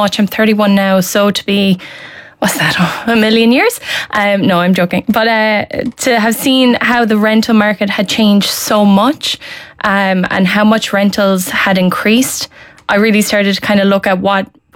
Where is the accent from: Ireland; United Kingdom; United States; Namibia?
Ireland; Cork, Munster; now in Dublin, Ireland; I'm originally from Cork.